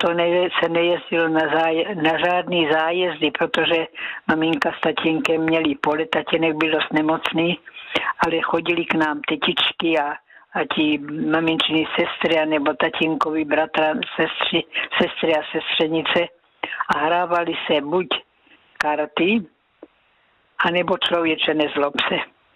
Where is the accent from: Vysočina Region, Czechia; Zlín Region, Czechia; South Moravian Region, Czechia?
South Moravian Region, Czechia; Násedlovice; já jsem pocházím z Následovic, a přes pole jsme chodili do Klobouk do Brna, u Brna, teda Klobouky u Brna